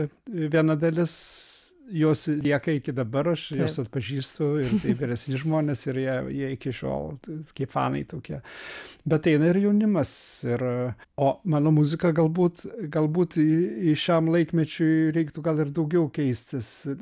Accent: Vievis, Vilnius County, Lithuania; Mes netgi beveik iš to pačio rajono, jisai iš Trakų, aš iš Vievio.

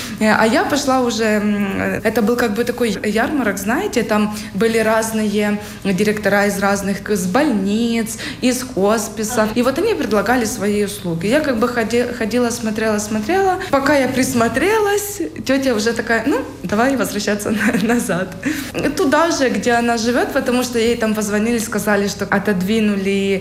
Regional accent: Sumy, Sumy Oblast, Ukraine; moved away as an adult; now in Jonava, Lithuania; Я приехала из Украины, из города Сумы. Сумы мало кто знает, это возле Харькова находится.

